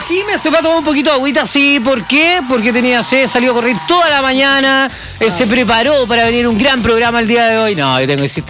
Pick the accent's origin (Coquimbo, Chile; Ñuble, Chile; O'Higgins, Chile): Coquimbo, Chile; Salamanca; En Salamanca, mi tierra querida, tierra de brujos.